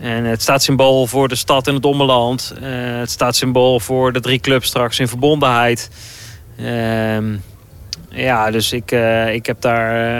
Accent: Groningen, Netherlands; Maar ik ben gewoon vooral in Groningen. En het doet me vooral iets als Groninger.

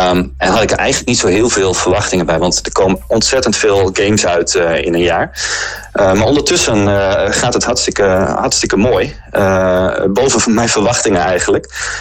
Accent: Veendam, Groningen, Netherlands; Maar ik ben zelf ook opgegroeid in Veendam.

